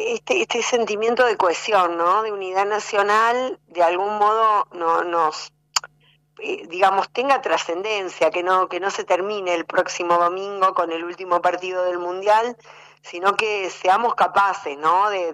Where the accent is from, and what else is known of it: Argentina